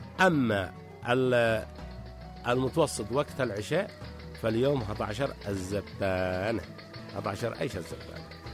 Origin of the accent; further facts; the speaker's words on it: Yemen; عندنا في اليمن